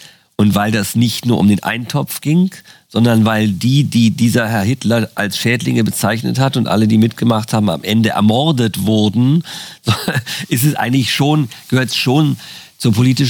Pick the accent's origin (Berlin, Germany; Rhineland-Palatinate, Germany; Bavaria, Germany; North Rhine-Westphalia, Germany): Berlin, Germany; Als Berliner sind wir uns auch vertraut.